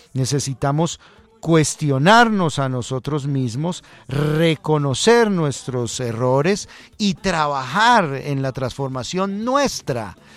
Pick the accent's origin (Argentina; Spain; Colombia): Colombia; somos los colombianos